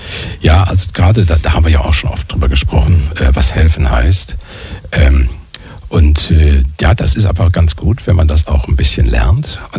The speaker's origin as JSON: {"language": "German", "town": "Wuppertal", "region": "North Rhine-Westphalia", "country": "Germany", "said": "Also ich erinnere mich noch, ich komme ja aus Wuppertal und da gab es dieses Elberfelder System"}